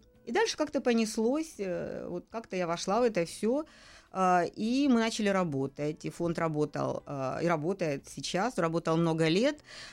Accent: Luhansk, Luhansk Oblast, Ukraine; Я из Луганска.

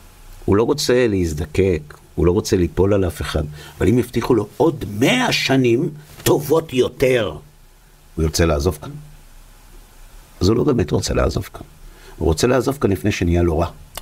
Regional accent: Bnei Brak, Tel Aviv District, Israel; אני מבני ברק.

